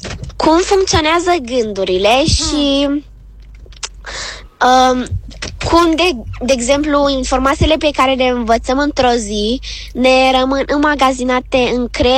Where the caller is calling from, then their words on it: Bucharest, Romania; din București, am 11 ani